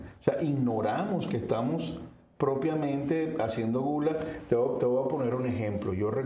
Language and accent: Spanish; Venezuela; soy venezolano, como todos saben, comíamos la arepa